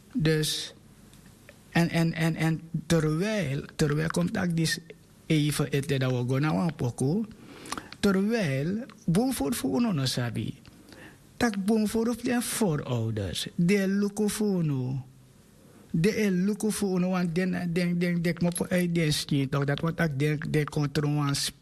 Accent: Suriname; born there; Ik ben een Surinaamse Afrikaan. Ik ben geboren in Suriname.

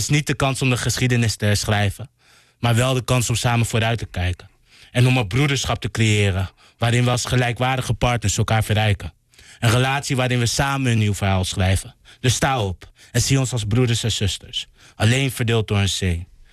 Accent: Netherlands; born there; also born or lived in Nigeria; Ik ben zelf Nigeriaans, daar geboren. Ja. Opgegroeid in een Europees-Nederlandse context.

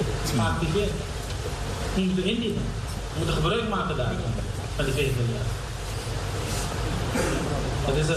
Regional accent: Delft, South Holland, Netherlands; natuurlijk heb ik ook met de mensen hier in Delft, van waar ik kom. TU Delft en in RH, Delft, Wageningen.

